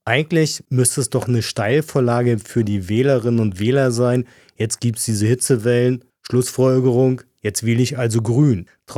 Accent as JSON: {"language": "German", "country": "Germany"}